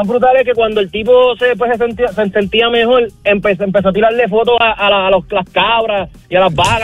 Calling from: Carolina, Puerto Rico; Yo vivo en Carolina ahora mismo

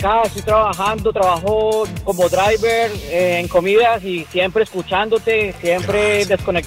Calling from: Tampa, Florida, United States; Tampa, Florida.

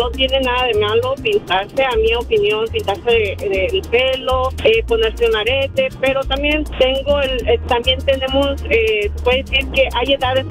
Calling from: Yucca Valley, California, United States; llamo de Fruca Valley.

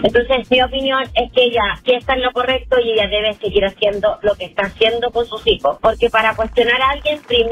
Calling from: Los Angeles, California, United States; de Los Ángeles.

